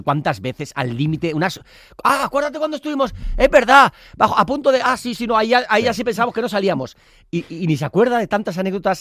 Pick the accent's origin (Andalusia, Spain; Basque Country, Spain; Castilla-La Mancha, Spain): Basque Country, Spain; San Sebastián